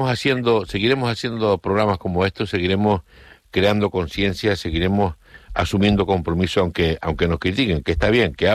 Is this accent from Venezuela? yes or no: no; El Hierro, Canary Islands, Spain; Otra de esas singularidades herreñas que nos identifican como herreño y como canario.